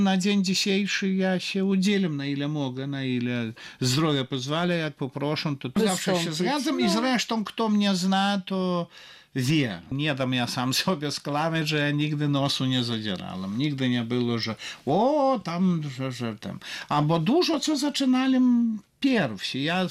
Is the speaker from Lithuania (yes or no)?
yes; Vilnius County, Lithuania; jak to się mówi u nas na Wileńszczyźnie